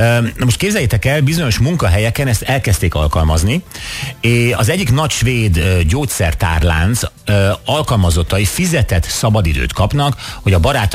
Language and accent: Hungarian; Hungary; mi magyarok vagyunk, Gyuri.